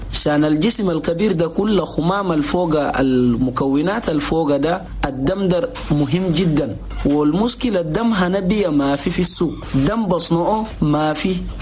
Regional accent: Chad; نقول لأخواننا المواطنين جميعا في بلدنا تشاد صحيح أنين قاعدين نواجه مشكلة.

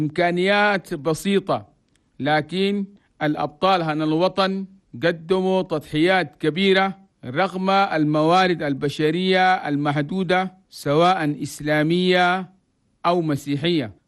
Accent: Chad; بلدنا تشاد

